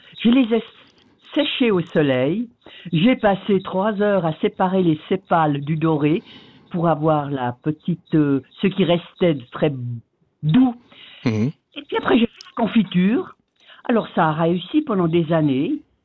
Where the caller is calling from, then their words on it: Vaud, Switzerland; Des Montes-Corsier.